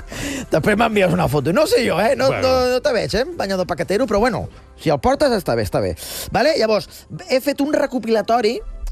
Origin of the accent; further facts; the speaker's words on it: Catalonia, Spain; I som catalans